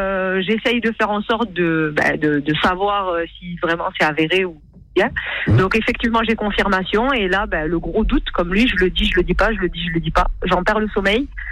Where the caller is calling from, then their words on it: Carcassonne, Occitanie, France; Oui, je suis de Carcassonne.